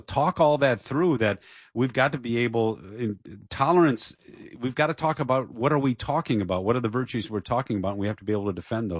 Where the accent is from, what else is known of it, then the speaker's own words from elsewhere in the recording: Dearborn, Michigan, United States; Well, I'm from Dearborn. That's my hometown. And I've done ministry in New York and in LA.